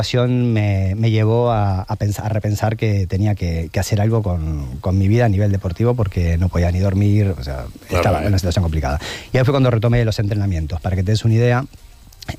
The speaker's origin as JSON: {"language": "Spanish", "country": "Argentina", "said": "Claro, emocionalmente para mí, que siendo argentino es muy fuerte, ¿no?"}